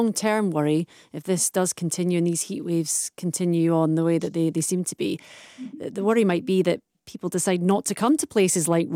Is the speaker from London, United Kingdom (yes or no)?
no; Scotland, United Kingdom; We are pretty resilient, Scots.